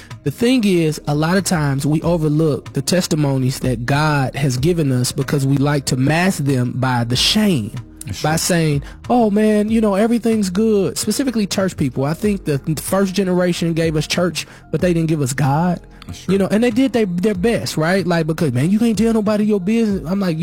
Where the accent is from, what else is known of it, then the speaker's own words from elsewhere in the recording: St. Louis, Missouri, United States; I come from St. Louis, Missouri, and I still have friends with names like No Sage, Old Maze, and Scarecrow